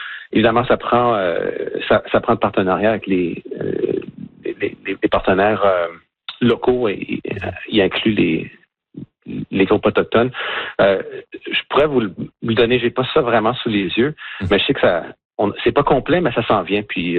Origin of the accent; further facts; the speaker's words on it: Canada; puisqu'on est Canadien